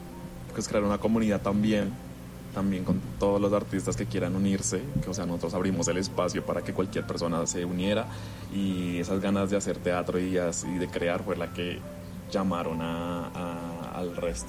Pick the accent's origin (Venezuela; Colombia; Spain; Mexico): Colombia; Suba, Bogotá; César y yo somos de Suba. El director también es de Suba